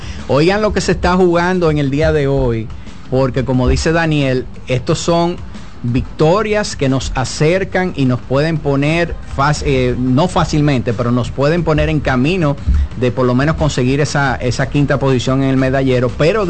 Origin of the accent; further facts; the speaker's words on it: Dominican Republic; nosotros como República Dominicana